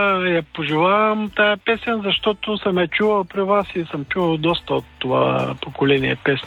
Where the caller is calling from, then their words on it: Gabrovo, Gabrovo Province, Bulgaria; От Габрово съм